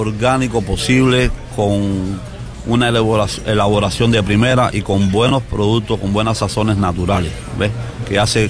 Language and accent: Spanish; Santo Domingo, Villa Clara, Cuba; moved away; Santo Domingo, municipio de Santo Domingo